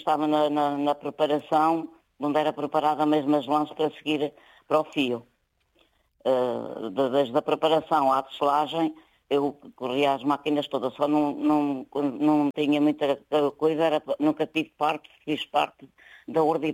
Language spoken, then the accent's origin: Portuguese; Peixoso, Castelo Branco, Portugal; also born or lived in Covilhã; nasci na Covilhã, no hospital da Covilhã. Mas sou daqui de uma vila bem perto, que é o Peixoso.